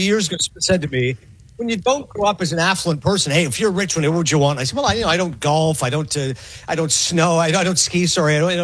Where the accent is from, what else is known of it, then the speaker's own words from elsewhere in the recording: Canada; Growing up in Canada, we get snow.